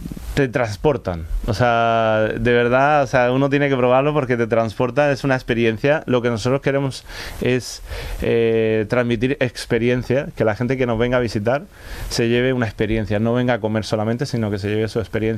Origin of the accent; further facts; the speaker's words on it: Spain; yo siempre digo, soy español, pero yo creo que tengo corazón latino, porque me encanta la salsa, me quería quedar vivir en México, o sea, yo soy muy latino, no sé.